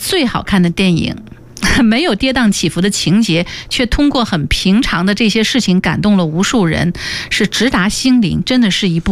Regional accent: Fujian, China; 因为我是福建人，

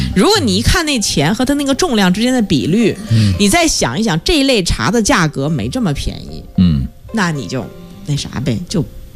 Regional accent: China

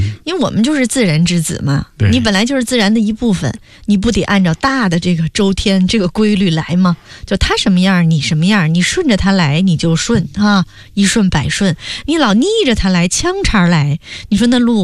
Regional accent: China; 我们中国人有采十样白的这样一个习俗

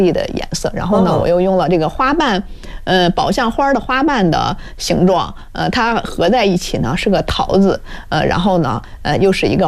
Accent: China

